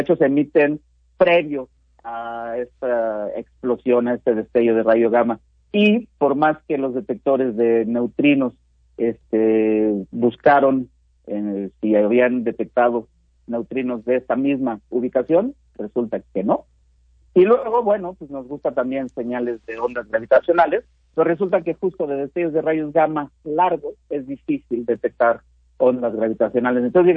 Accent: Mexico

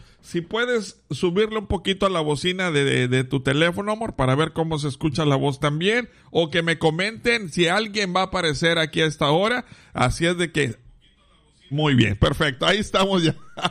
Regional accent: Mexico

